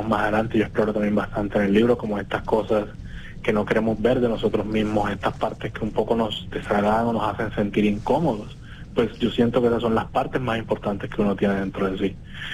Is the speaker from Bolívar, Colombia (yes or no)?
yes; Cartagena, Bolívar, Colombia; Luego nos mudamos para el barrio de Los Alpes. Allá sí. Viví casi toda mi infancia y parte de mi adolescencia.